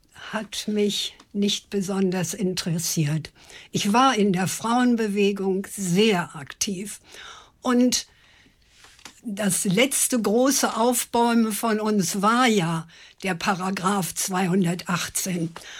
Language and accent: German; Lower Saxony, Germany; noch vor dem Krieg geboren und im Emsland aufgewachsen.